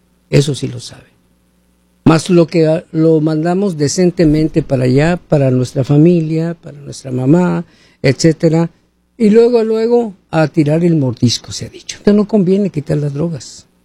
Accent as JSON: {"language": "Spanish", "country": "Mexico", "moved": "yes", "lives_now": "United States", "said": "Porque nosotros los mexicanos somos norteamericanos también."}